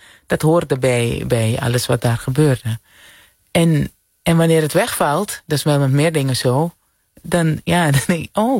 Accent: Suriname; Ik ben opgegroeid in Suriname.

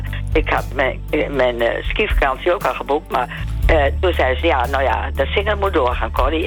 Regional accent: Smilde, Drenthe, Netherlands; born there; moved away; we zijn allemaal uit de christelijke, maar ik kom uit Drenthe. Ik ben in Smilde geboren

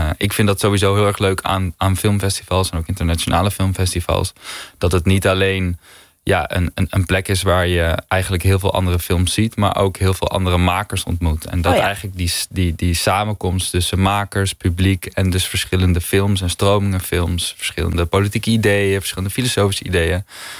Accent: Friesland, Netherlands; moved away as an adult; now in Amsterdam, Netherlands; Ik kom zelf uit Friesland. Dus ik ben sowieso opgegroeid. Ik wou niet zeggen op water, maar wel rondom water.

